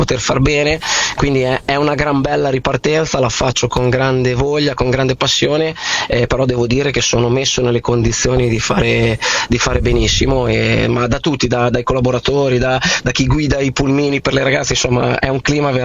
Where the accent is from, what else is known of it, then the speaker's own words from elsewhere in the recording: Emilia-Romagna, Italy; io sono di quelle zone là vicino, sono romagnolo come origine.